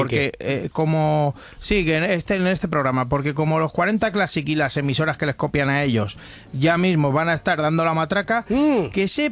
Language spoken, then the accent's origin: Spanish; Spain; Soy española, ¿qué quieres que te gane?